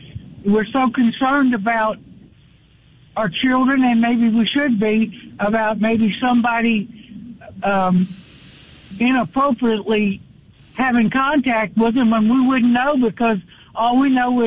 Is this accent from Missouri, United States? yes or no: no; Metairie, Louisiana, United States; now in Natchez, United States; I grew up in Metairie, and I grew up in the 50s